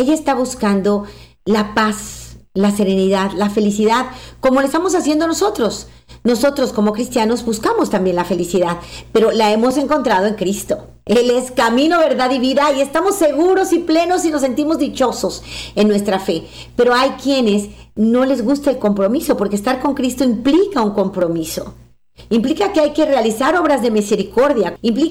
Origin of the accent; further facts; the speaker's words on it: Mexico; quiero compartir contigo una instrucción pastoral sobre la nueva era que nos compartió en mi país, en México, el cardenal Norberto Rivera